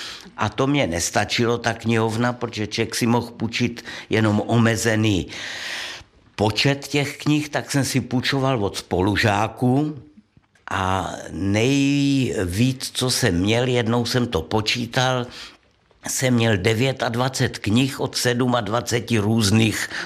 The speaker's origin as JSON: {"language": "Czech", "town": "Brno", "region": "South Moravian Region", "country": "Czechia", "tie": "born or raised there", "moved": "as an adult", "lives_now": "Prague, Czechia", "said": "Protože já pocházím z Brna, že jo, strávil jsem tam 54 let života. Pak jsem se přestěhoval do Prahy"}